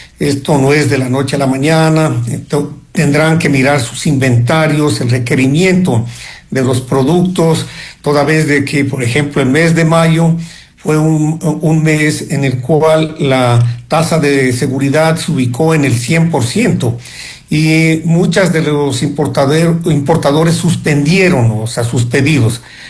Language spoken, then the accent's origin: Spanish; Ecuador; Ecuatorianos que nos trasladamos a Ipiales